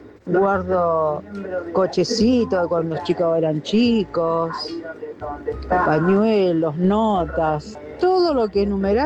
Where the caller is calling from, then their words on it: Libertad, Buenos Aires Province, Argentina; de Merlo, de Libertad.